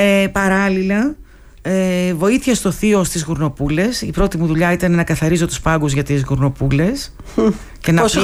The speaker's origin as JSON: {"language": "Greek", "town": "Kalamata", "region": "Peloponnese", "country": "Greece", "tie": "born or raised there", "also_born_or_lived": "Rome / Mani", "moved": "as an adult", "lives_now": "Athens, Greece", "said": "Έφυγα από την Καλαμάτα για σπουδές, πήγα στη Ρώμη, έγινα διερμηνέας."}